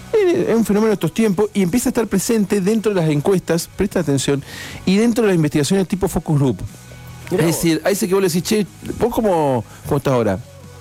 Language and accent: Spanish; Argentina